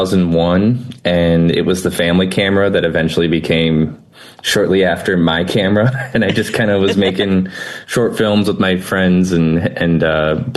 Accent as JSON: {"language": "English", "town": "Durand", "region": "Illinois", "country": "United States", "tie": "born or raised there", "said": "I grew up in a small town called Durand, Illinois. It's just outside of Rockford, primarily a farm town. And it's just kind of out in the middle of nowhere"}